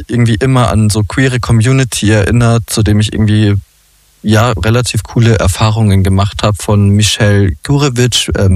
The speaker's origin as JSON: {"language": "German", "region": "Bavaria", "country": "Germany", "said": "Als Bayer ist man eh fast auch Österreicher."}